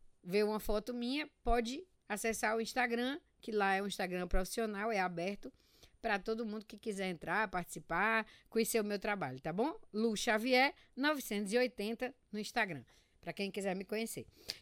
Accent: Ceará, Brazil; moved away as an adult; now in Brasília, Brazil; eu sou cearense, né? Moro aqui em Brasília há 12 anos

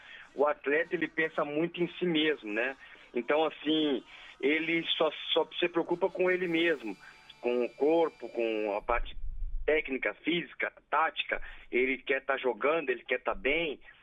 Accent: Rio Grande do Sul, Brazil; moved away; Eu saí do Sul, né? Saí do Rio Grande do Sul, fiz pouco tempo de base no Grêmio, depois eu fui jogar pelos times do interior do Rio Grande do Sul

